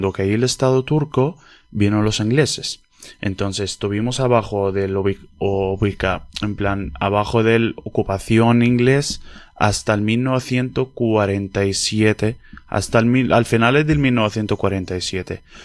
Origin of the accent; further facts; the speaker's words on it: Rafah, Gaza Strip, Palestine; Yo nací en Gaza, Rafa.